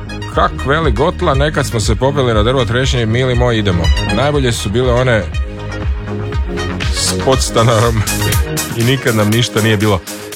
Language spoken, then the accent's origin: Croatian; Zagorje, Croatia; Znači, kod nas u Zagorju ima trešnje, ali nisu to ove kolubenice.